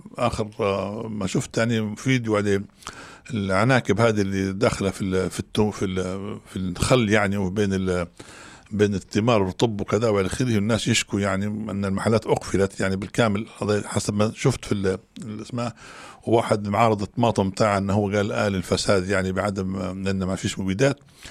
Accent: Libya; وإحنا كنا كليبيين نعرفوا استنزاف الأرض

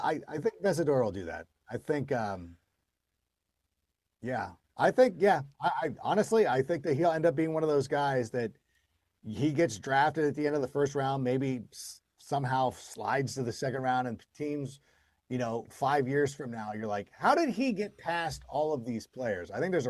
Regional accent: California, United States; It's from my hometown. Miguel's Jr., Don Ramon's, anybody in the Southern California area.

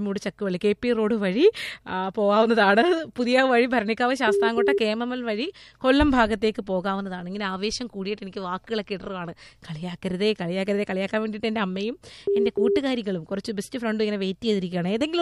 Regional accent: Onattukara, Kerala, India; ഞങ്ങൾ ഓണാട്ടുകരക്കാർ.

